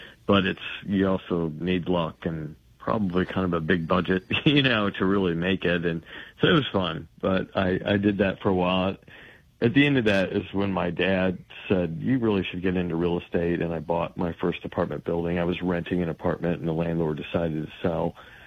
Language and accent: English; Paxton, Illinois, United States; I grew up in Paxton.